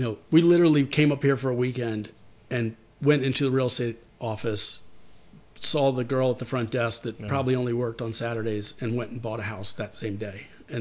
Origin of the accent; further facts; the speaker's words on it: Maryland, United States; moved away; also born or lived in New York, United States / Bucks County, Pennsylvania, United States; Grew up in Maryland, D.C., moved to New York, lived in Manhattan for a while, lived outside of Manhattan, Bucks County, Pennsylvania for a while.